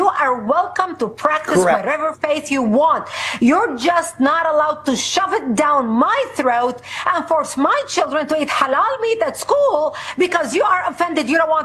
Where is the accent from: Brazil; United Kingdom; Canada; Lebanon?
Lebanon; Middle East; now in United States; I come from the Middle East. I grew up in the Middle East.